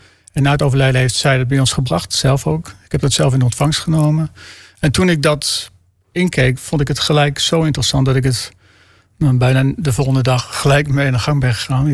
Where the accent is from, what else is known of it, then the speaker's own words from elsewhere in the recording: Flevoland, Netherlands; born there; ik kom ook uit Flevoland. Dus ik, sinds kind ga ik al naar het Veluwemeer.